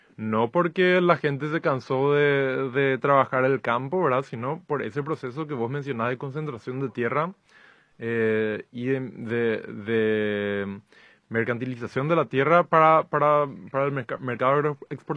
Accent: Asunción, Paraguay; somos los asuncenos que vivimos en esta ciudad.

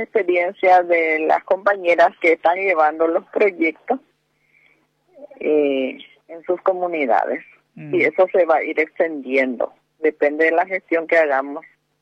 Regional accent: Chaco, Paraguay; Y vinimos del Chaco, 5 vinimos del Chaco, y también del Bajo Chaco, unas 3, 7 estamos.

